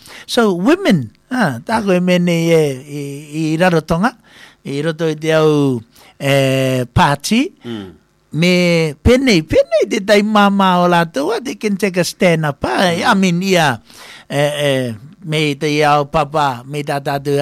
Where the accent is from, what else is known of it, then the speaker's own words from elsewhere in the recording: Australia; I don't know the data because I'm Aussie anyway.